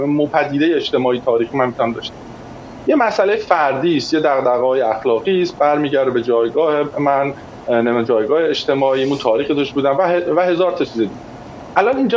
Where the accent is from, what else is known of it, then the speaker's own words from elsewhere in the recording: Iran; ما هممون به عنوان یک ایرانی از بد روزگار بوده، شانسمون بوده که یه دوره‌ای زندگی کردیم